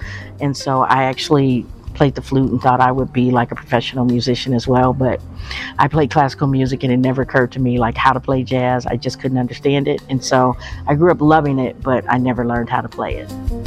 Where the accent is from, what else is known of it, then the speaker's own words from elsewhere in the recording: Kansas, United States; felt like, man, I'm from Kansas, and what is that? I knew I got a good grounding education, but I didn't feel like anything was special about Kansas.